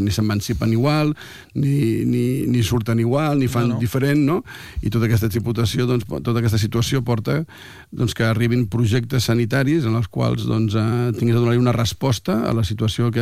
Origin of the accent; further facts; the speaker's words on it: Barcelona, Catalonia, Spain; jo que estic a Sant Joan de Déu amb la meva família aquí, els meus amics, perquè soc de Barcelona